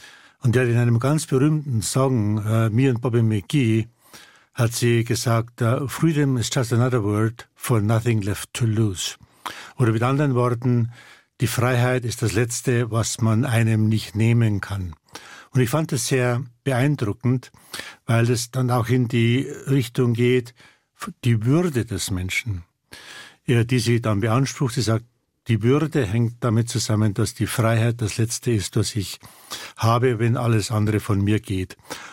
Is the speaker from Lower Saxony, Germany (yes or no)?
no; Bavaria, Germany; Naja, der bayerische Junge wurde geboren als … dann im, wie so im bayerischen, auch gerade